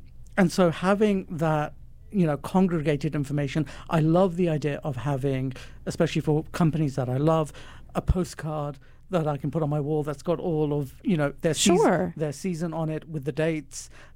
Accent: United Kingdom; I'm British.

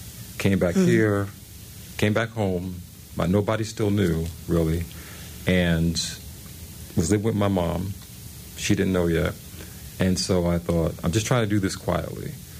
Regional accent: New Jersey, United States; moved away; also born or lived in Connecticut; I'm from New Jersey. I lived in Connecticut. I was in Connecticut

